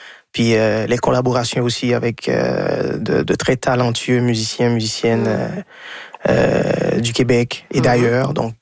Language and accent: French; Haiti; now in Canada; Moi, je suis né et élevé en Haïti